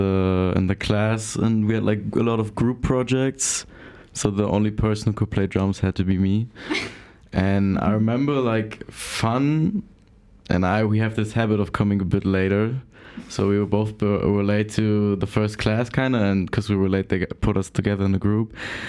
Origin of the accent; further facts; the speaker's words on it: Hamburg, Germany; moved away as an adult; now in Berlin, Germany; because I'm originally from Hamburg.